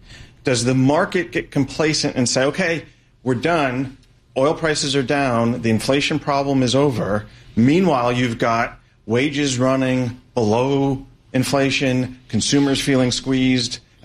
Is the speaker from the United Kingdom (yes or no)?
yes; United Kingdom; because we're British and not European anymore, right?